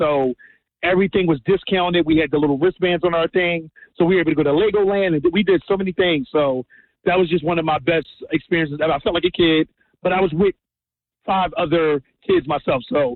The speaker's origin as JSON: {"language": "English", "town": "Philadelphia", "region": "Pennsylvania", "country": "United States", "said": "I'm from Philadelphia. I love Jersey. But I work in Jersey."}